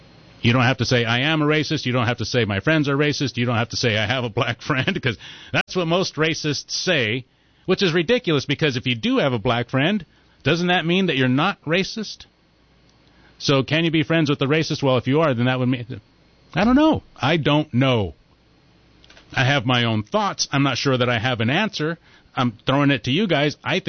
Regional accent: Mexico; I'm not white. I'm brown. I'm a Mexican. I'm from Mexico.

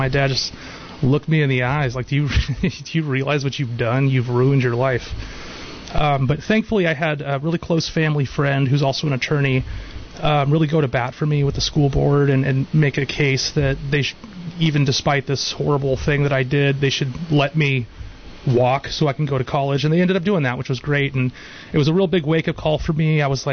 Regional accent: Watsonville, California, United States; Yeah, well, so as we've already established, I'm from Watsonville.

